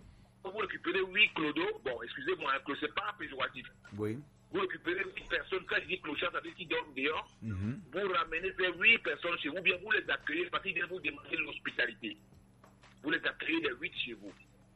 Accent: Edéa, Littoral, Cameroon; Moi, je suis originaire de la Tanaka Pare, qui était précisément à Edea, premier.

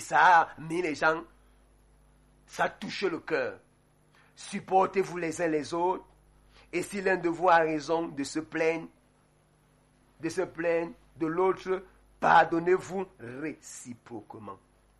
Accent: Kondongo, Centre, Cameroon; born or raised there

